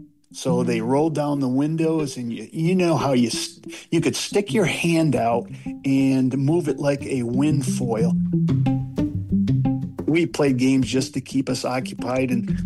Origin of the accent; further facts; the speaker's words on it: Grand Rapids, Michigan, United States; I grew up in Grand Rapids, was born here in 1954, so I'm pretty old.